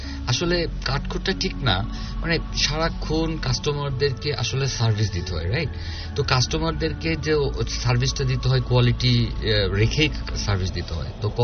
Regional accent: Khulna, Khulna Division, Bangladesh; also born or lived in Jhenaidah; আমি আমার ছোটবেলাটা কেটেছে, বড় হয়েছে আসলে খুলনাতে। আমি খুলনা খালিশপুর পোর্ট স্কুল, যেটা মোংলা বন্দর কর্তৃপক্ষ খুলনা খালিশপুরে, ওখানে আমি বড় হয়েছি।

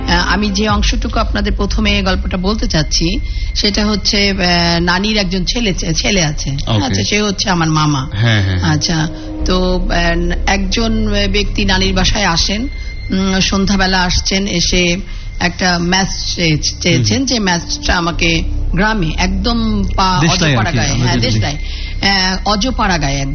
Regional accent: Faridpur, Dhaka Division, Bangladesh; moved away as an adult; also born or lived in Canberra; আমার জন্ম ফরিদপুরে।

